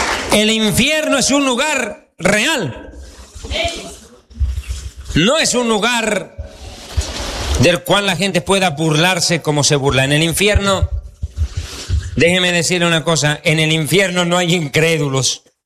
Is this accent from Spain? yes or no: no; Bolivia; born there; en mi país de nacimiento, Bolivia